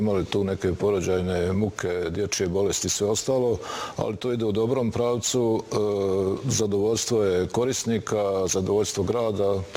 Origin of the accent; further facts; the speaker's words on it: Banja Luka, Republika Srpska, Bosnia & Herzegovina; ja sam odrastao i rođen u Banja Luci